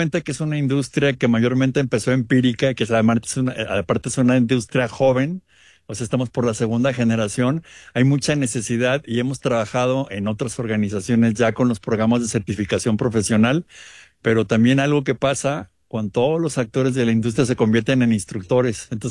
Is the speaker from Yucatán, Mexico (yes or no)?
no; Guadalajara, Jalisco, Mexico; Entonces, yo vengo de Guadalajara, Giselle viene de México